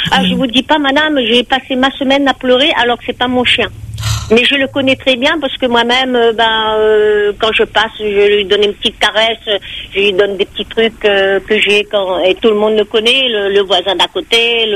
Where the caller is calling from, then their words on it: Saint-Paul, Réunion; Moi, j'habite à Stella, du côté de comment on appelle ça, de rue Cassiopée.